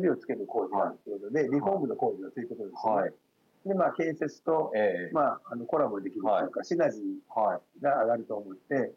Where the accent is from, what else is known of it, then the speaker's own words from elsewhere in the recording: Nagoya, Aichi, Japan; moved away as an adult; now in Tōkai, Japan; 私、名古屋の南区で生まれ育って